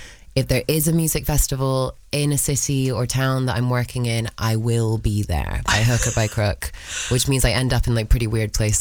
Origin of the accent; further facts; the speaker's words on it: London, United Kingdom; born there; English is a second language; also born or lived in Argentina; I moved to London when I was six. I learned English when I was eight.